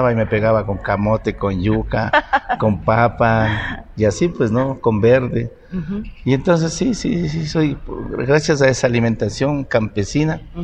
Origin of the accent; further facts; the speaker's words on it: Pimampiro, Imbabura, Ecuador; Porque como nosotros, bueno, somos de Pimampiro, en ese tiempo una parroquia. Uh-huh. Pero nosotros teníamos actividades en el campo, ¿no?